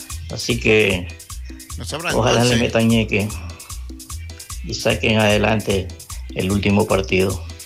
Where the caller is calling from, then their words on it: Manabí, Ecuador; el manaba con sentido.